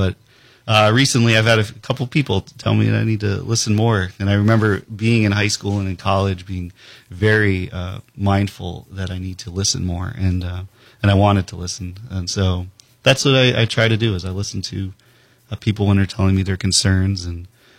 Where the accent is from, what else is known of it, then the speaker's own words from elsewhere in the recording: Florida, United States; growing up in Florida